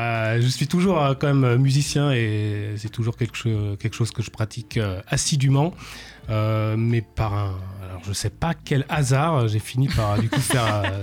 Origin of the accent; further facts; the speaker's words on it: Saint-Étienne, Auvergne-Rhône-Alpes, France; moved away as an adult; now in Clermont-Ferrand, France; non, je suis pas auvergnat. Je suis pas très loin. ouais, je suis stéphanois.